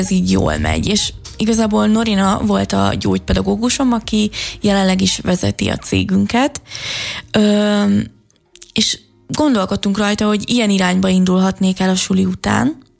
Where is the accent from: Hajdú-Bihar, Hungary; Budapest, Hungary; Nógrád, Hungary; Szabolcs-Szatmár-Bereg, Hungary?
Budapest, Hungary; Én budapesti vagyok